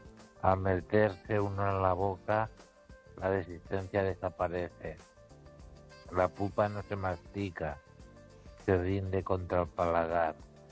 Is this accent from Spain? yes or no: yes; Ourense, Galicia, Spain; La verdad es que … de Orense.